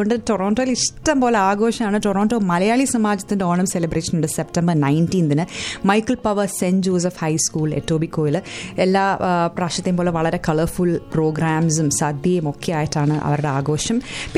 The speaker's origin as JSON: {"language": "Malayalam", "town": "Thiruvananthapuram", "region": "Kerala", "country": "India", "tie": "born or raised there", "said": "ഞാൻ ട്രിവാൻഡ്രത്തിലാണ് കേട്ടോ ജനിച്ചു വളർന്നത്."}